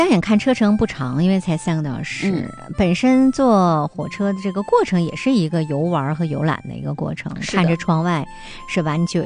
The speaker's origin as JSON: {"language": "Chinese", "town": "Harbin", "region": "Heilongjiang", "country": "China", "said": "我们东北人啊，哈尔滨人啊"}